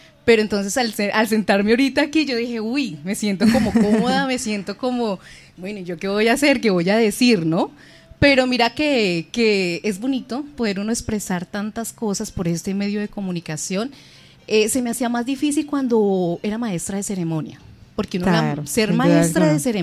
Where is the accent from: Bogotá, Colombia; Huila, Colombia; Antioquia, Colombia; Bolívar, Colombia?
Huila, Colombia; El Pital; Yo soy del Pital